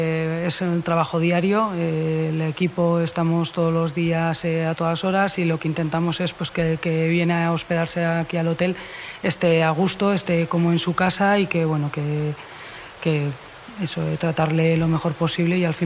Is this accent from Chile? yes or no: no; San Sebastián, Basque Country, Spain; Y yo lo sé, que soy de San Sebastián y me he venido aquí.